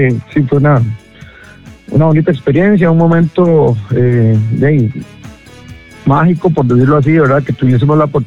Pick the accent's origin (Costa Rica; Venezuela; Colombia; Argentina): Costa Rica; uno como costarricense